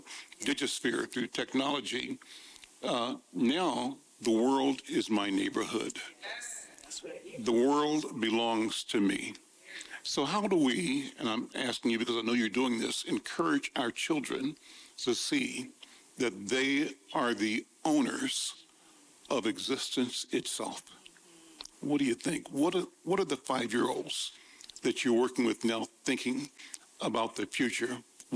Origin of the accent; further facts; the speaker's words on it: Kansas City, United States; when I grew up in Kansas City